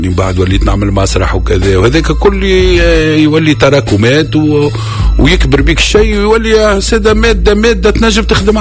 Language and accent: Arabic; Tunis, Tunis Governorate, Tunisia; حومتي القديمة